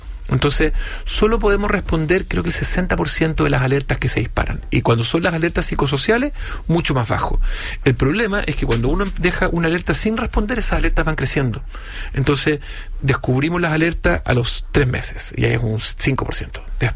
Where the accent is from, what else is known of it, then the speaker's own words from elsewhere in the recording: Chile; somos todos parte de Chile